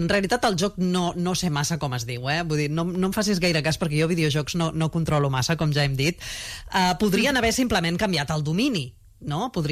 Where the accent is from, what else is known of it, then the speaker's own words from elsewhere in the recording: Catalonia, Spain; És que com som els catalans